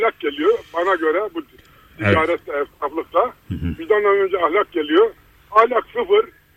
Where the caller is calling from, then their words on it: Ankara, Turkey; Ankara'dan.